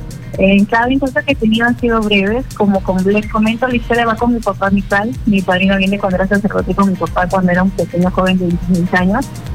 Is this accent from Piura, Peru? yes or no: yes; Chulucanas, Piura, Peru; yo soy de Chulucanas, que es una ciudad que está a 4 o 5 horas de Chiclayo.